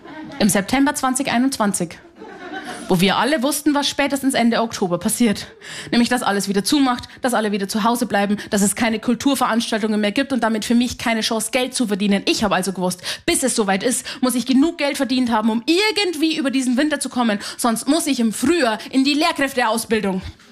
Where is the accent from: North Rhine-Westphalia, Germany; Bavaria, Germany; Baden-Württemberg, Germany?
Bavaria, Germany; weil ich bin aus Hanusdorf bei Simbach bei London. Da ist er, da gibt's sowas nicht.